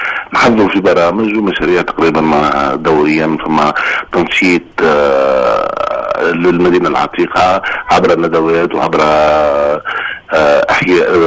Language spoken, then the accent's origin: Arabic; Sousse, Sousse Governorate, Tunisia; قبل كل شيء هذا تتويج لتونس وتتويج لسوسة، انخراط من بلدي سوسة بعد ممكن الانخراط الأول سنة 88 في شبكة اليونسكو العالمية للتراث والمدن.